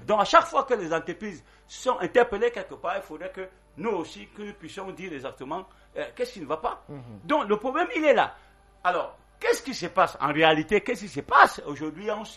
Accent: Cameroon; Nous sommes des Camerounais.

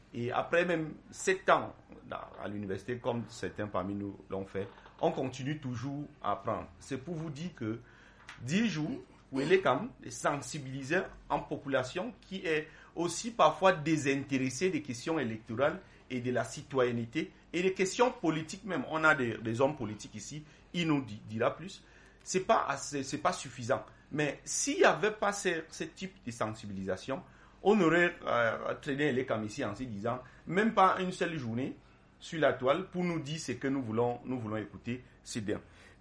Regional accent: Cameroon

